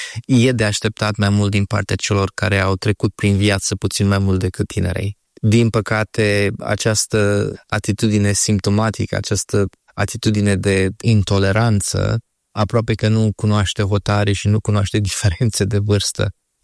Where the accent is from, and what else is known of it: Romania; moved away; also born or lived in Dublin, Ireland